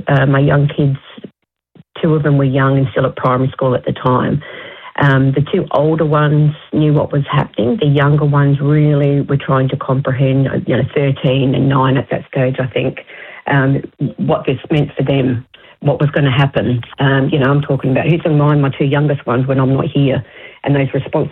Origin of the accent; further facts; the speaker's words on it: South Australia, Australia; moved away as an adult; I was living in Western Australia then. All my kids had been born in WA, but I'm from South Australia